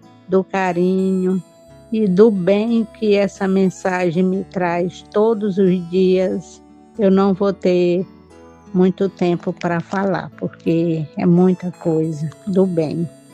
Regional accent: São Luís, Maranhão, Brazil; sou daqui de São Luís do Maranhão.

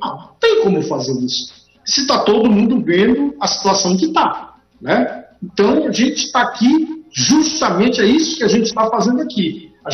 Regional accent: Pará, Brazil; a gente é paraense, a gente vai torcer pelos nossos clubes aqui.

